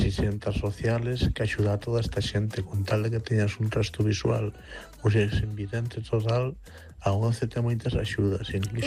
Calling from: Vigo, Galicia, Spain

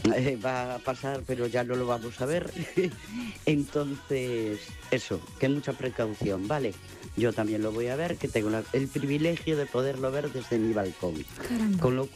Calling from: Ferrol, Galicia, Spain; de Ferrol.

